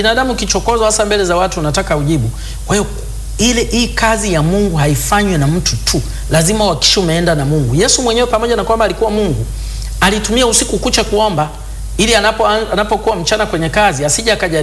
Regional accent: Tanzania; Najua nilikuwa nimetoka Tanzania, kwa hiyo ni mgeni kutoka mbali

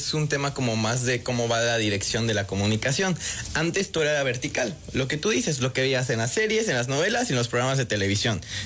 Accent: Mexico; Hay mucha gente que dice que los mexicanos sí, porque somos latinos.

